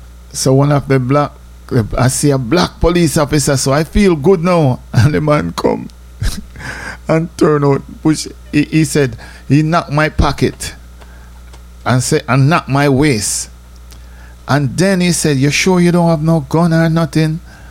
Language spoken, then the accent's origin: English; Jamaica; moved away; I'm from Jamaica.